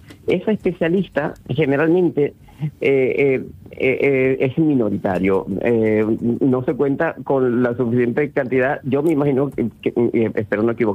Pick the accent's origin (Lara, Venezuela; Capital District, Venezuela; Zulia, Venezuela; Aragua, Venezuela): Zulia, Venezuela; Maracaibo; Tenía un hermano que vivió allí algún tiempo, pero yo soy maracucho y la zona más lejana del epicentro.